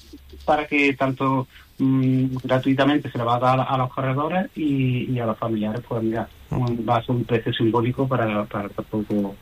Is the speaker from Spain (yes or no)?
yes; Spain; como españoles que somos.